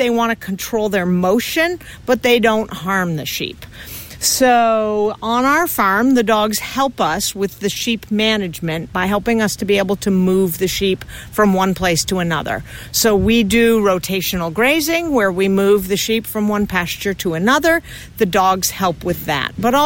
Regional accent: Warwick, Massachusetts, United States; This is our second year here, and we come from Warwick, Massachusetts, which is on the New Hampshire border, close to Vermont.

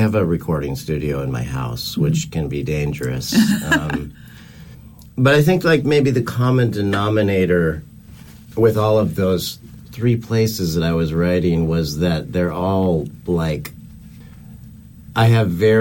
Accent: the West, United States; moved away; also born or lived in North Carolina; I grew up out in the West.

